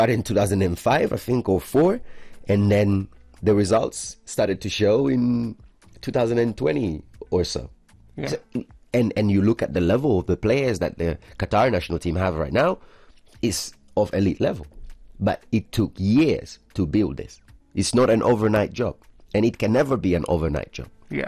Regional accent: Tanzania; now in Oman; growing up in Tanzania.

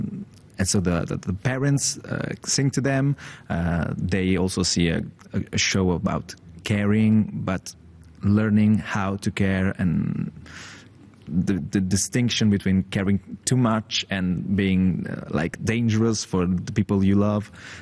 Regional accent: Italy

